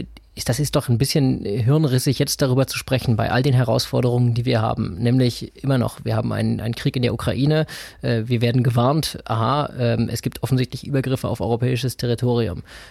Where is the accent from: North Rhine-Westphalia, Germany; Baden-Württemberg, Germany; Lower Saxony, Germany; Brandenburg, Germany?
Brandenburg, Germany; Als Brandenburger kann ich werben, das haben wir gerade in Brandenburg getan.